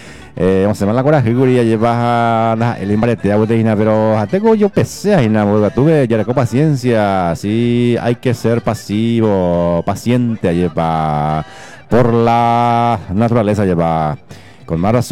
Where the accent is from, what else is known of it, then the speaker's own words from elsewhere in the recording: Paraguay; me sentí como buen paraguayo